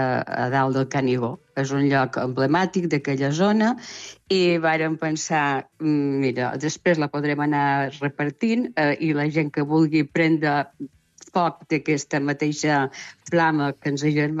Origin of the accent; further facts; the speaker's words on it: Balearic Islands, Spain; Així com nosaltres també dèiem que som mallorquins i parlàvem català de Mallorca